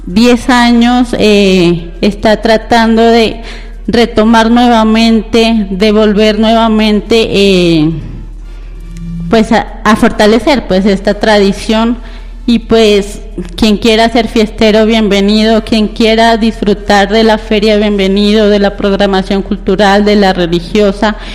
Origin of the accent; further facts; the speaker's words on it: Gualmatán, Nariño, Colombia; nosotros como gualmatenses